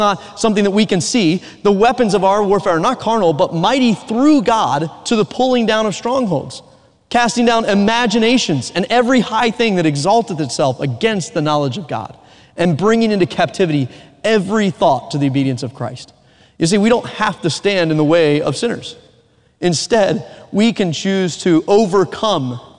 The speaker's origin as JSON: {"language": "English", "region": "the South", "country": "United States", "accent": "Southern", "said": "Southern is my first language. I had to relearn English in college."}